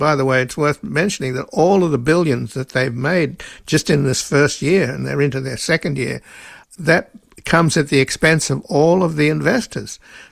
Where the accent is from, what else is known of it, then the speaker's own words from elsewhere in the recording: Australia; Since I come from Australia, we had something in common. His mother's Australian, and he spent a lot of time as a kid not too far from where I grew up.